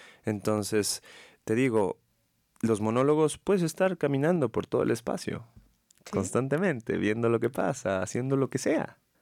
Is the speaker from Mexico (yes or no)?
yes; Zacatecas, Mexico; Todos somos de Zacatecas.